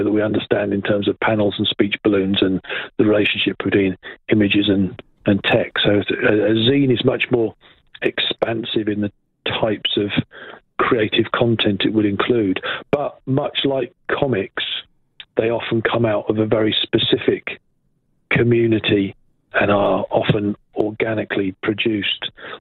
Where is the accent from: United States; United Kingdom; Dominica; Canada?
United Kingdom; England; it sort of started when I was about 6 or 7 with the Beano, because I'm English, right?